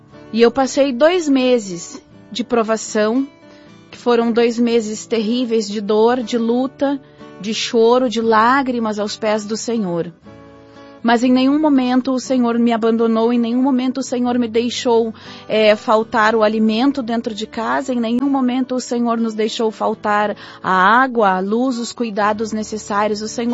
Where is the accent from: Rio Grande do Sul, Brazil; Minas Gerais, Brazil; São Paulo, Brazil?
Rio Grande do Sul, Brazil; Gravataí; eu sou da cidade de Gravataí, no Rio Grande do Sul